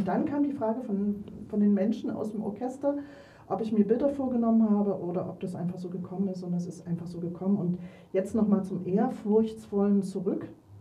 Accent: Leipzig, Saxony, Germany; Und das ist meine Heimatstadt. Und ich kann da zu Fuß, was weiß ich, dahin laufen. Bin an der Thomaskirche, bin am Mendelssohn-Denkmal

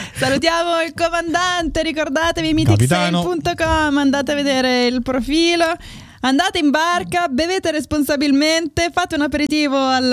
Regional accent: Milan, Lombardy, Italy

